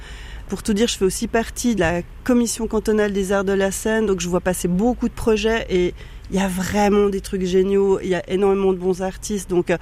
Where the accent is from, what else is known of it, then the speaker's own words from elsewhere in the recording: Échandens, Vaud, Switzerland; also born or lived in Morges; j'ai grandi à Échandon, puis j'ai fait mes écoles à Morges, d'Anges, donc je suis vraiment dans le coin là. Depuis longtemps.